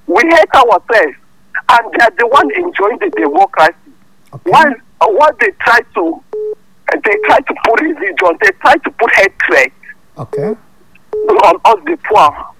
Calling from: Pankshin, Plateau, Nigeria; I'm calling you from Jiblik, sir.

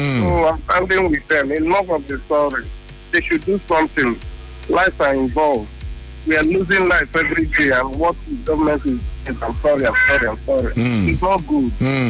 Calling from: Abuja, Federal Capital Territory, Nigeria; I'm calling from Abuja.

